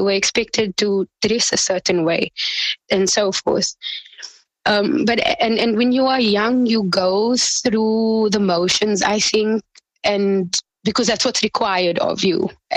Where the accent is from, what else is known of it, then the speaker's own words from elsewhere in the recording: Cape Town, Western Cape, South Africa; I'm born and bred in Cape Town. So SubhanAllah, in my opinion, I come from a very traditional Islamic home, but I never really felt like I belonged.